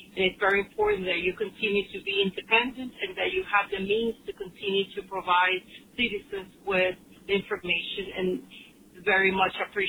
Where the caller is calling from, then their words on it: Miami, Florida, United States; Hi, I'm calling from Miami.